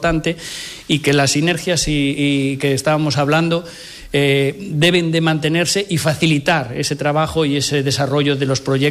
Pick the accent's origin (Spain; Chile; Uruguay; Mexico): Spain; Ribadeo, Galicia; yo soy limítrofe, soy del Ayuntamiento de Ribadeo, en Galicia manejamos los mismos datos